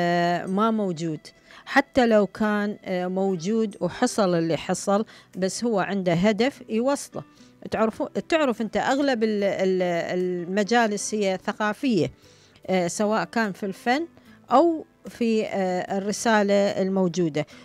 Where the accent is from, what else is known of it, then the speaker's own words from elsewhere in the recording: Iraq; moved away; أنا أتكلم عن بلدي العراق